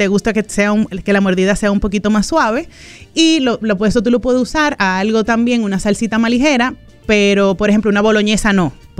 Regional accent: Dominican Republic; puede ser que yo tenga los ojos claros y puede ser que yo hable Spanglish, pero yo soy bien dominicana.

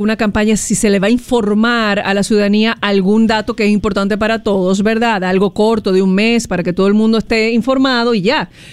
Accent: Dominican Republic; yo como ciudadana dominicana

